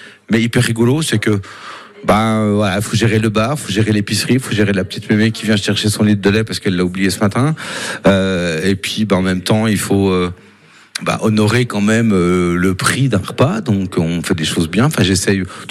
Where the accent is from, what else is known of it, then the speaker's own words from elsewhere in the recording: Bourgogne-Franche-Comté, France; Un bon comté, parce que je suis jurassien.